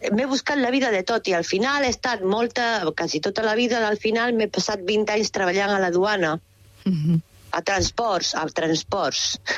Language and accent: Catalan; Úbeda, Andalusia, Spain; accent: Empordà; Amb portanesa, però és que a més sóc d'Úbeda, eh?